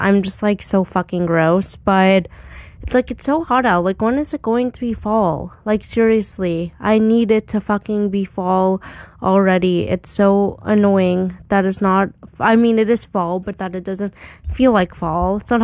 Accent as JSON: {"language": "English", "region": "Arizona", "country": "United States", "moved": "yes", "said": "I'm from Arizona"}